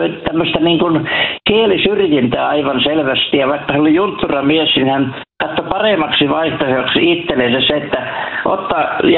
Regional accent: Lapland, Finland; accent: Western Lapland dialect; minun kotikylällä sinne Matilanpalhoon

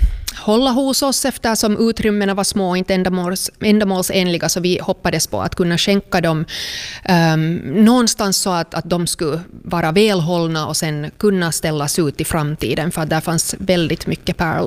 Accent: Helsinki, Uusimaa, Finland; moved away as an adult; now in Raseborg, Finland; Jag är alltså uppvuxen i Helsingfors

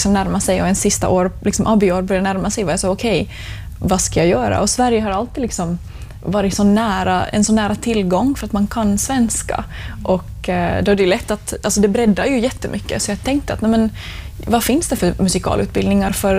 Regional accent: Finland; moved away as an adult; now in Gothenburg, Sweden; jag var hemma i Finland på liksom sommarlov

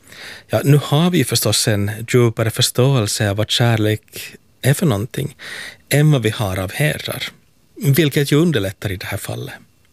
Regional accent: Helsinki, Uusimaa, Finland; från Helsingfors.

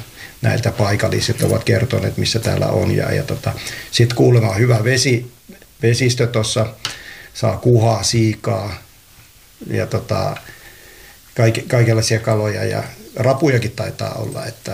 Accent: Varkaus, North Savo, Finland; now in Lahti, Finland; Ai niin, joo, kun mä oon itse Savosta kotosin.

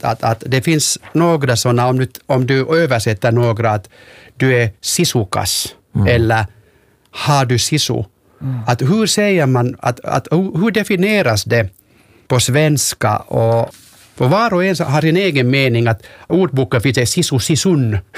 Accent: Finland; first language Finnish; Swedish is a second language; Kanske du hör att jag är från Finland. Jag är helt finspråkig, men jag vill hålla mig svenska levande.

